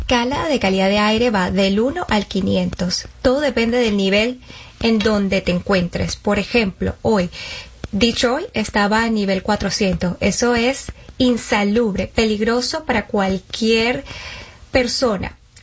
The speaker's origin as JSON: {"language": "Spanish", "country": "Venezuela", "said": "tengo familia colombiana, uh-huh. Entonces como que, bueno, le iba a Colombia, Venezuela no llegó, soy venezolana, pero mis abuelos son colombianos"}